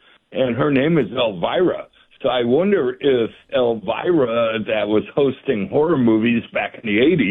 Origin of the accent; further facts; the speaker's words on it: Illinois, United States; I called you because you and I, we grew up in the North Shore.